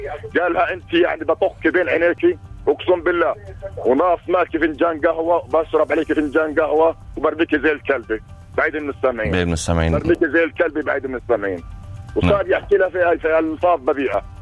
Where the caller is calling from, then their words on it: Deir al-Asal al-Fauqa, Hebron Governorate, Palestine; وبالنسبه لقرانا انا في دير العسل الفوق اللي هي الخط الغربي على الخط الاخضر